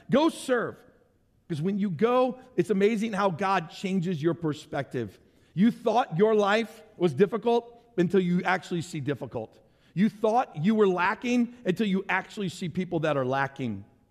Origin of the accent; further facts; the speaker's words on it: St. Louis, Missouri, United States; my hometown of St. Louis.